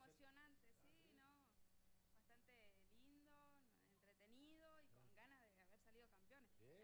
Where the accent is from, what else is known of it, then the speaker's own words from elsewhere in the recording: El Huecú, Neuquén, Argentina; Soy del Huecú. Me crié en el Huecú.